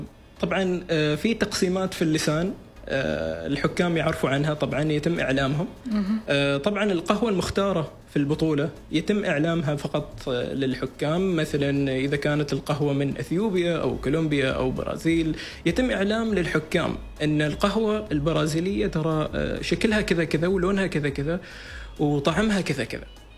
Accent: Oman

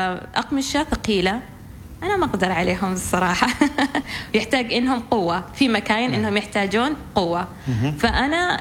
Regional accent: Oman; كوني أنا أساساً عمانية،

